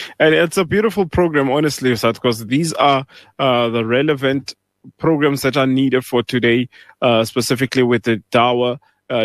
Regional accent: Pretoria, Gauteng, South Africa; moved away; originally I'm from Pretoria myself

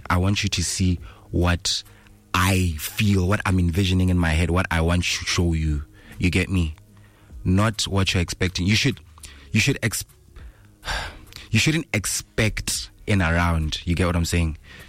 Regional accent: Nigeria; I'm Nigerian

